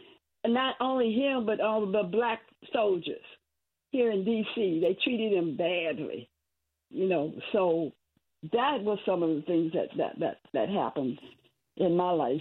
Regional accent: Washington, District of Columbia, United States; I was born in Foggy Bottom. Now, I think they consider it as Georgetown now, but when I was born over there, it was the bottom and where black people live, okay?

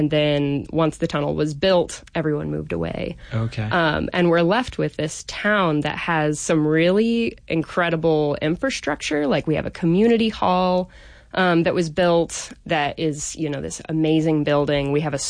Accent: Illinois, United States; So I grew up in Southern Illinois, what if you were there, they would call Southernmost Illinois.

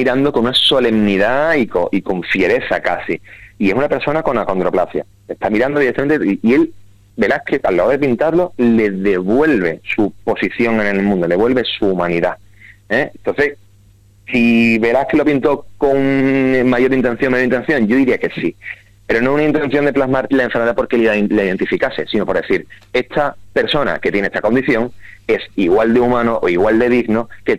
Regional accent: Andalusia, Spain

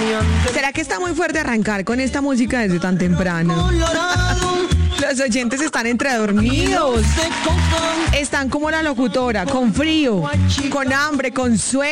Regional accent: Tunja, Boyacá, Colombia; now in Bogotá, Colombia; Hoy, paisana, buenos días desde Tunja, mi tierra.

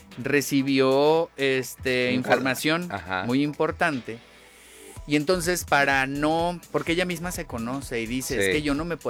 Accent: Mexico; es lo que nos merecemos como mexicanos, ese contenido es el que queremos, ese.

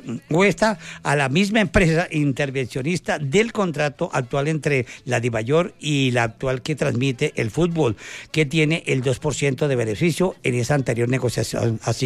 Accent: Venezuela; now in United States; Así es, porque ahora ya no somos venezolanos, sino somos americanos y tenemos de todo un poco.

